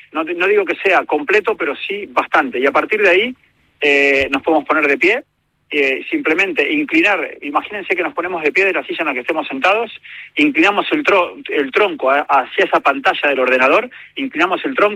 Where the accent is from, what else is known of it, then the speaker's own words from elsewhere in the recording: Spain; moved away; yo hace nada vine de España y hace 25 años